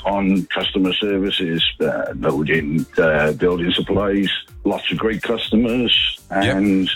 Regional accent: Newport, Wales, United Kingdom; now in Pontypridd, United Kingdom; At the moment, I'm living in Pontypridd, but originally I was from Newport in South Wales.

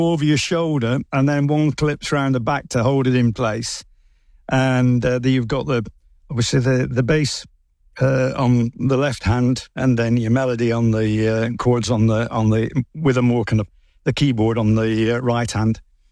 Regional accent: Darwen, North West England, United Kingdom; I was born in Darwen, as you would call it, Darren, if you're from there.

